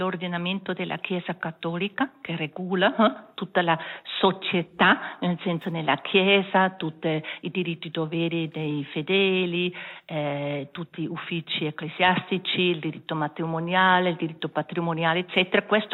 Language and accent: Italian; German-speaking Switzerland, Switzerland; sono svizzera tedesca